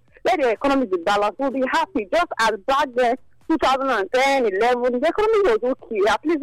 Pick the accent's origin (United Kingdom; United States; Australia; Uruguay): Uruguay; This one I'm new. I'm from Uruguay.